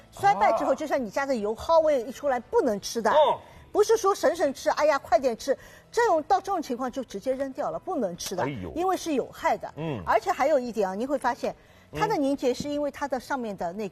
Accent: China; 我们中国人其实吃深海鱼的，如果不是沿海城市，吃的比较少

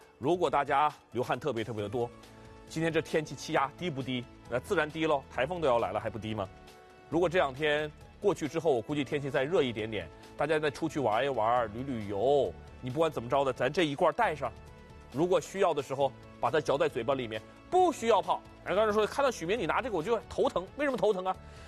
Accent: China; 我们中国人

